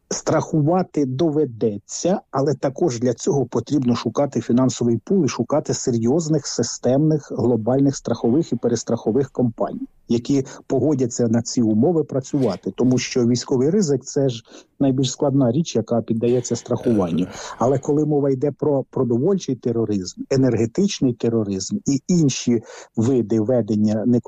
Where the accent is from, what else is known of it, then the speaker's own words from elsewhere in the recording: Romny, Sumy Oblast, Ukraine; от мої рідні Ромни, там от 7 шахедів розбомбили